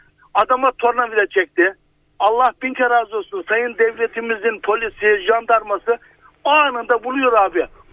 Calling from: Safranbolu, Karabük, Turkey; ben Saflamalı'dan arıyorum yine.

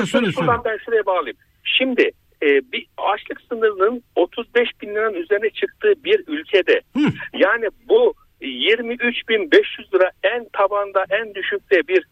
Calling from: Ankara, Turkey

